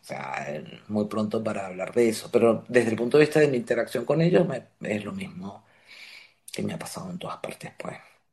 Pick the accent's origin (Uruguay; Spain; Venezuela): Venezuela; moved away as an adult; yo, cuando me fui de Venezuela, no se me ocurrió que podía suceder que pudiera enseñar por mi edad.